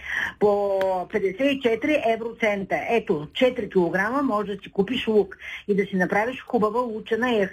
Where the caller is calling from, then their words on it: Shumen, Shumen Province, Bulgaria; съм от Шумен.